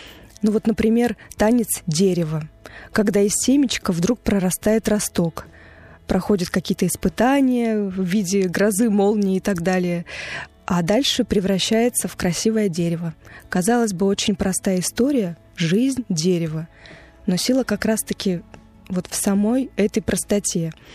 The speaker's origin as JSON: {"language": "Russian", "town": "Nakhodka", "region": "Primorsky Krai", "country": "Russia", "tie": "born or raised there", "moved": "as an adult", "said": "родилась я в замечательном месте, в Приморском крае, город Находка. Город омывает Тихий океан, Японское море. У нас очень уютный, красивый город. Я там выросла и жила до 18 лет."}